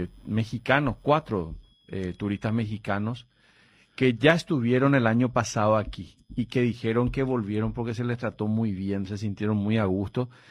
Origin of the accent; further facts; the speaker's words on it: Paraguay; Yo soy de Paraguay.